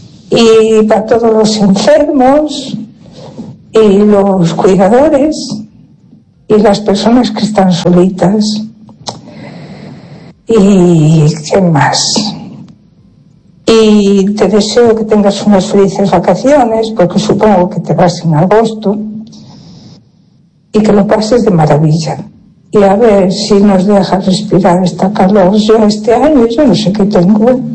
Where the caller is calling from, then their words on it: A Coruña, Galicia, Spain; de Coruña